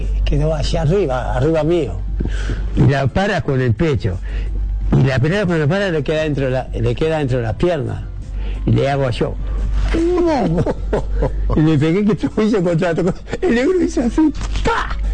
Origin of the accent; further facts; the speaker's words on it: Uruguay; nosotros acá no hablamos italiano, somos uruguayos, somos una familia